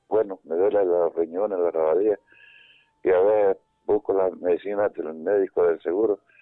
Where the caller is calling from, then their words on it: Francisco Morazán, Honduras; aquí de ….